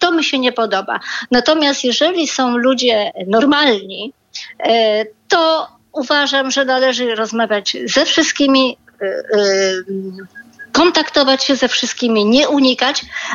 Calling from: Łódź, Łódź Voivodeship, Poland; ja dzwonię z Łodzi

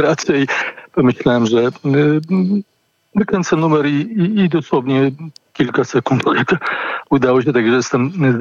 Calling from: Łódź, Łódź Voivodeship, Poland; Ja dzwonię z miasta Łodzi

